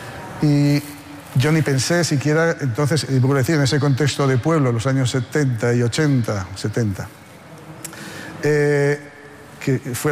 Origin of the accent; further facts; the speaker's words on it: Haro, La Rioja, Spain; yo en mi pueblo, en Haro, en La Rioja, era del Athletic Club de Bilbao, como aficionado